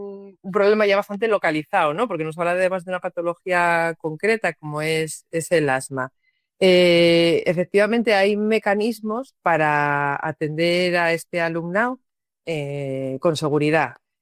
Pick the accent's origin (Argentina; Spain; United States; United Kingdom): Spain; Candás, Asturias; lo primero que tengo que decir es que no soy de Cangas de Narcea, encima yo soy de Candás